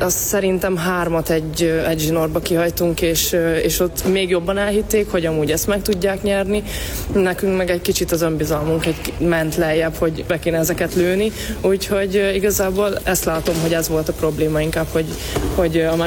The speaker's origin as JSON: {"language": "Hungarian", "country": "Hungary", "said": "magyarok vagyunk, Magyarországon játszunk"}